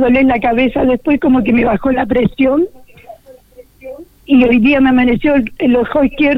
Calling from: Placilla, Valparaíso, Chile; soy de Placilla

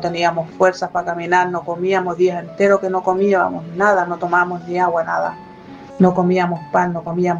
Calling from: Limache, Valparaíso, Chile; De Limache.

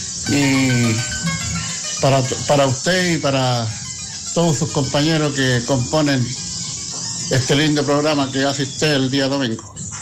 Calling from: Ocoa, Valparaíso, Chile; de Ocoa, el auditor de acá del Valle de Ocoa.

